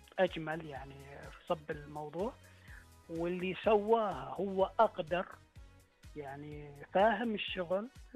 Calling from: Arar, Northern Borders, Saudi Arabia

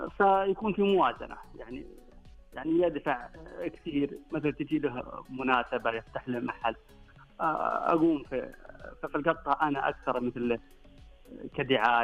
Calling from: Al-Qassim, Saudi Arabia; من القصيم مرة.

